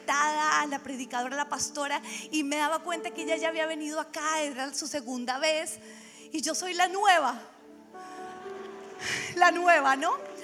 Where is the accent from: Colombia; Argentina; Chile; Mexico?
Colombia; moved away as an adult; now in Miami, United States; Soy colombiana, pero ya madre de dos ciudadanos americanos y ciudadano, por lo tanto también amo la nación de los Estados Unidos. Junto con mi esposo llegamos hace 13 años a Estados Unidos